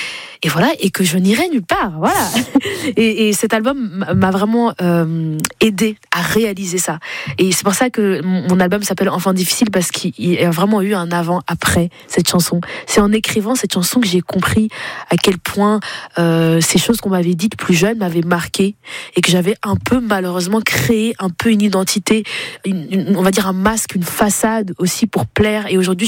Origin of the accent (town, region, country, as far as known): Flanders, Belgium; born or raised there